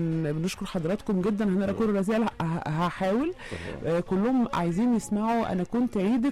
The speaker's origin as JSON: {"language": "Arabic", "town": "Mansoura", "region": "Dakahlia", "country": "Egypt"}